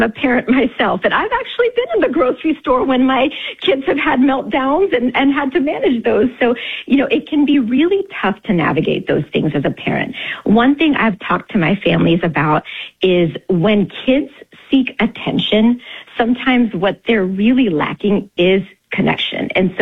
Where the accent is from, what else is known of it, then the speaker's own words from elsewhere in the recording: Tennessee, United States; I remember growing up in Tennessee in my elementary school.